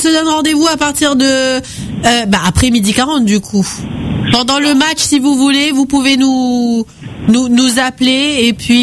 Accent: France; Monsieur, on est français quand même, quoi.

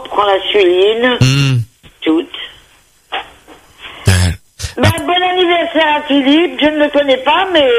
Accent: Châteaugiron, Brittany, France; born there; Moi, je suis né à Château-Giron, à côté de Vitré.

